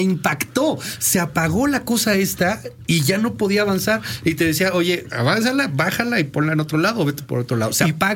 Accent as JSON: {"language": "Spanish", "country": "Mexico"}